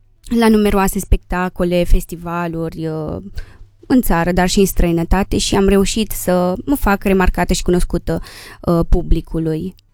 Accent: Rohia, Maramureș County, Romania; mănăstirii Sfânta Ana Rohia, satul meu natal

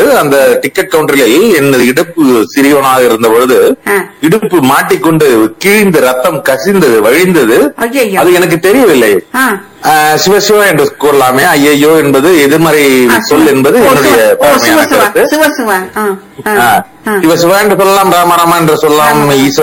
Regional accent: Salem district, Tamil Nadu, India; born there; now in Salem, India; India, Tamil Nadu, Salem மாவட்டம். சேலம் மாவட்டத்துக்கு அருகே உள்ள வாழப்பாடி தாலுகா, வேலூர் என்ற ஊர் எனது பிறந்த ஊர். ஆனால் நான் தற்சமயம் இருப்பது சேலத்திலே.

